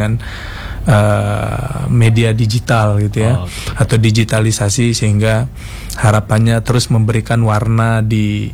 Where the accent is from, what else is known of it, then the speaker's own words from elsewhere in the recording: Bangli, Bali, Indonesia; Karena kebetulan asal saya dari Bangli gitu. Ditanya dari mana? Dari Bangli gitu.